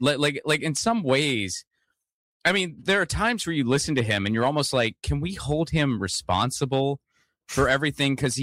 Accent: Pennsylvania, United States; I am from Western Pennsylvania.

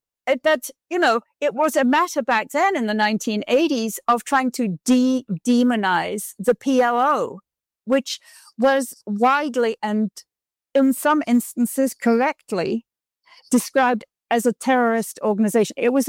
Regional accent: England, United Kingdom; You know, I grew up in England in the 1950s and 1960s, the era of decolonization

